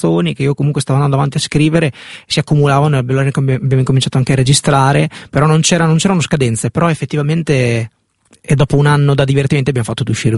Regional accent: Cesena, Emilia-Romagna, Italy; però vengo da Cesena.

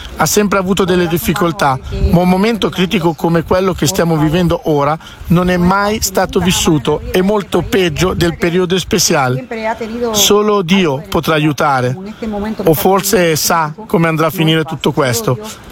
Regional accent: Havana, Cuba; Italian is a second language; Io sono dell'Havana, la mia famiglia è dell'Oriente e stanno vivendo la cosa più dura del mondo.

